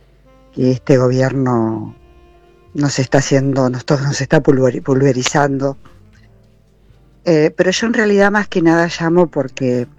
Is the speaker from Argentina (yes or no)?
yes; La Plata, Buenos Aires Province, Argentina; Yo soy de La Plata.